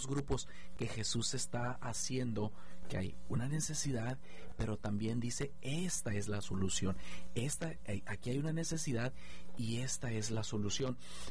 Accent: Monterrey, Nuevo León, Mexico

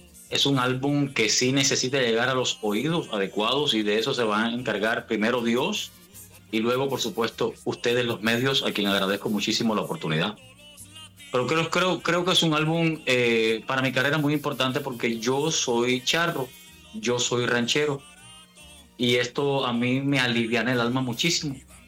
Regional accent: Cuba; Cuando estoy vestido así … el cubano

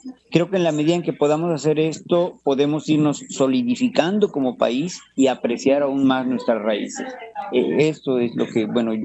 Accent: Papantla, Veracruz, Mexico; born there; al estar de nuevo en Papantla, que es bueno donde yo nací, pues sentí la necesidad de aprender el idioma de una de las culturas pues de la que soy descendiente, ¿no?

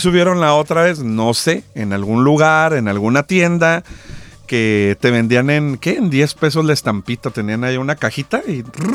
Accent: Mexico; Somos los mismos mexicanos allá.

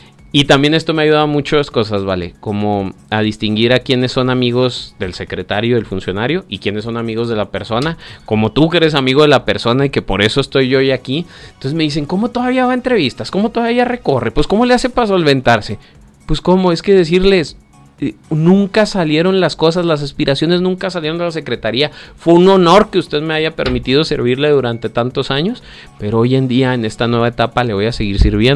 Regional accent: Mexico; a lo mejor falta que la gente sepa de dónde vengo. Yo vengo del Saucito, ¿vale?

